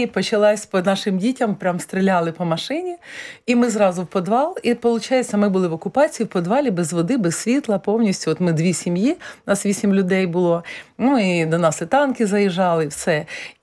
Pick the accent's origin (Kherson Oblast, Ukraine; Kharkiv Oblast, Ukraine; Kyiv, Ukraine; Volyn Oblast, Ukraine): Kyiv, Ukraine; Я з Києва, але так вийшло, що я їхала в сторону, да, повинна була в нас там зустріч у Гостомелі саме виступати